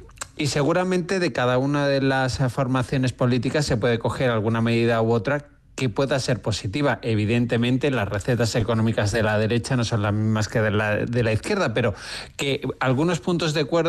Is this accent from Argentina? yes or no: no; Málaga, Andalusia, Spain; now in Madrid, Spain; Pasa también mucho aquí en Madrid o en Málaga, en mi tierra